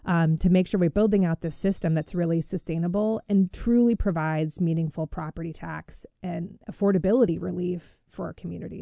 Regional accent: Newberry, Vermont, United States; I grew up in rural Vermont. I went to Newberry Elementary School. We closed Newberry.

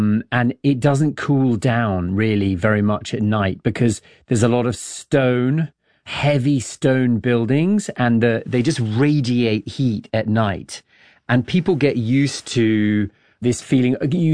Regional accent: United States; the difference between my wife and I comes from the fact that I grew up in the United States.

